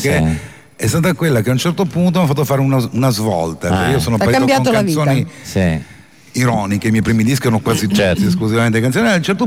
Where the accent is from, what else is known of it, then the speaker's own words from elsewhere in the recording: Genoa, Liguria, Italy; now in Lake Como area, Italy; Pur essendo genovese